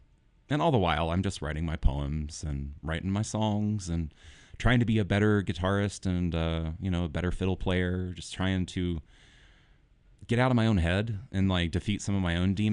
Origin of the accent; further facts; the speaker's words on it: Midwest, United States; born there; now in Nashville, United States; being a Midwesterner at birth.